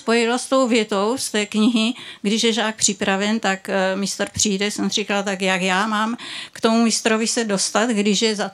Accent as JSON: {"language": "Czech", "town": "Brno", "region": "South Moravian Region", "country": "Czechia", "said": "Byla veřejná, a přímo v Brně, tam, odkud pocházím, kde bydlím, byla veřejná přednáška."}